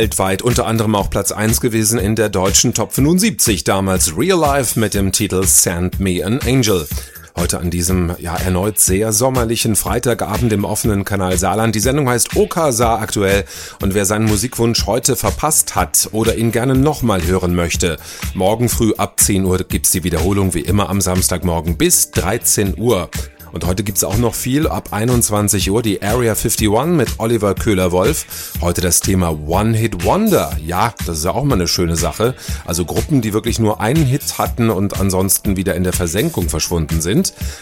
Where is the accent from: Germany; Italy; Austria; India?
Italy; Und das würde ich mir als Italiener